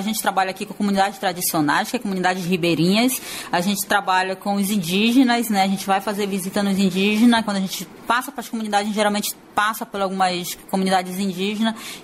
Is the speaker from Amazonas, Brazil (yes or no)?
yes; Amazonas, Brazil